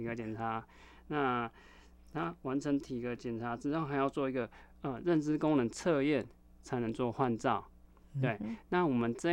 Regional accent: Taiwan; 在我们台湾这边，

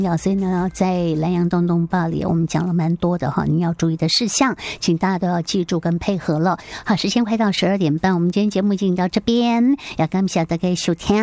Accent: Yilan County, Taiwan; 对于台风呢，我们宜兰人应该有很多的经验了

